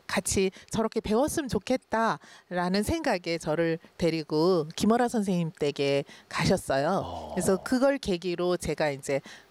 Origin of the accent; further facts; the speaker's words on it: Gyeongju, North Gyeongsang, South Korea; born there; moved away; also born or lived in Seoul; 이제 저희가 고향이 경주인데